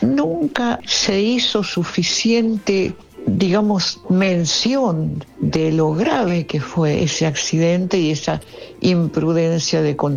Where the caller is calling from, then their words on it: Buenos Aires, Argentina; de Villa del Parque.